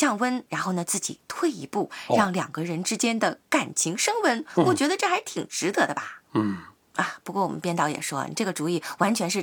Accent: China; now in Japan; 那中国当然也有风铃啊，我小时候在家里挂过用玻璃做的风铃，到日本以后啊，现在我家挂的是一个铁制的风铃。

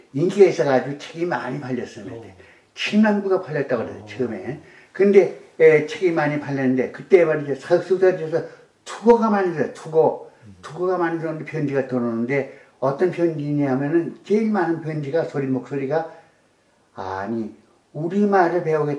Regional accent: Seoul, South Korea; born there; 나 서울 태생인데

